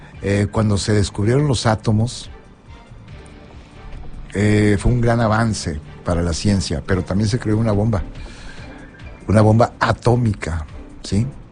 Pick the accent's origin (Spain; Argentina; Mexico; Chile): Mexico; el señor Trump no me respeta a mí como mexicano, no tiene ningún respeto sobre mi persona, sobre mi nacionalidad, sobre mi patria